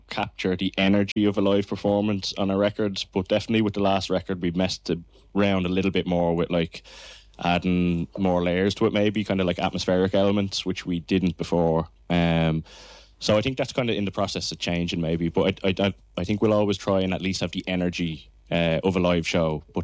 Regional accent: Dublin, Leinster, Ireland; So growing up in Dublin, seeing them very regularly was a real treat.

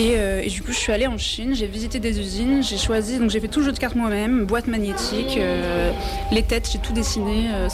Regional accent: Lille, Hauts-de-France, France; Moi je suis originaire de Lille. Donc j'ai mes parents qui vivent à Lille

